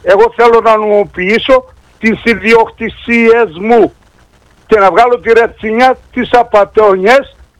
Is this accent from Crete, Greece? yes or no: yes; Ierapetra, Crete, Greece; Εγώ είμαι από την Ιερά Πέτρα.